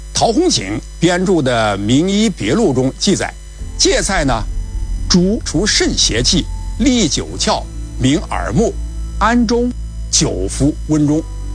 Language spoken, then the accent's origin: Chinese; China